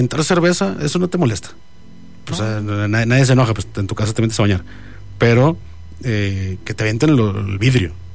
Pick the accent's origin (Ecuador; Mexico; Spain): Mexico; como mexicanos queremos obviamente nuestro país